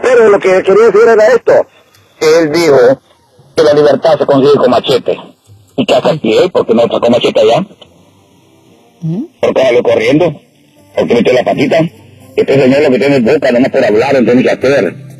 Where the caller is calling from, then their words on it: New York, United States; Buenos días, les hablo de Nueva York.